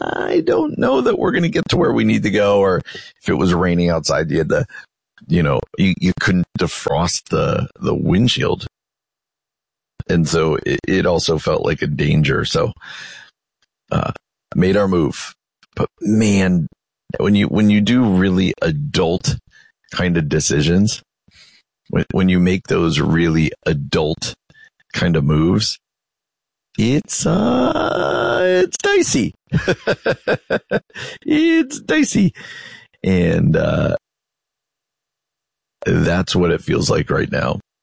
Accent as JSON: {"language": "English", "region": "New Jersey", "country": "United States", "tie": "born or raised there", "said": "I remember growing up in New Jersey, that's when we would go back to school the day or two after Labor Day."}